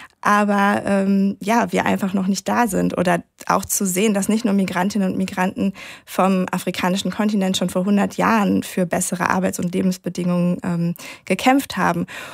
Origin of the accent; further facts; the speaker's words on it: Cologne, North Rhine-Westphalia, Germany; born there; Also ich bin tatsächlich Kölnerin, ich bin in Köln geboren. Mein Vater kommt aus dem Tschad, der ist in den 70er Jahren nach Deutschland gekommen, weil er vor dem Bürgerkrieg dort geflohen ist.